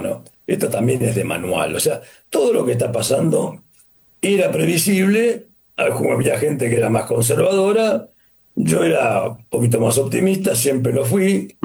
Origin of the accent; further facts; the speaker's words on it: Australia; Spanish is a second language; Para el resto del mundo, yo vengo de Australia, para los australianos el niño es un drama, es sequía.